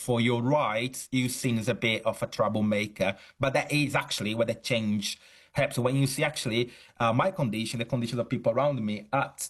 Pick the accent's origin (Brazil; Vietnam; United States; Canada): Brazil; now in Chichester, United Kingdom; I'm originally from Brazil, though I'm academic in at the University of Chichester in the UK. I see a lot of that also in Brazil.